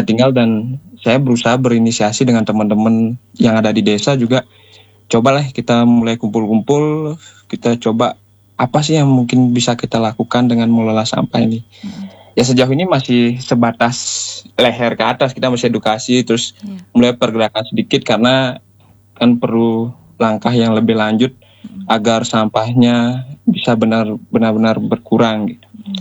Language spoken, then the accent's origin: Indonesian; Bali, Indonesia; di desa saya dari Panjanom.